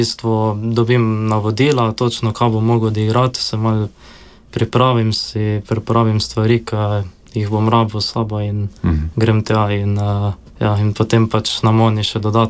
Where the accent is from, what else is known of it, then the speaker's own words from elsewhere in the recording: Šentjur, Savinja, Slovenia; prihajam iz Šentjurja pri Celju, star sem 22 let